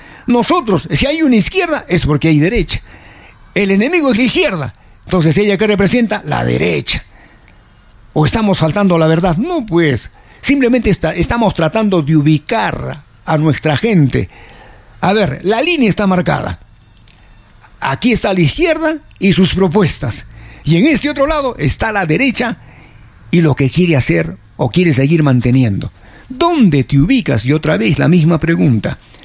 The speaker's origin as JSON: {"language": "Spanish", "country": "Peru", "said": "¿qué cosas somos los peruanos?"}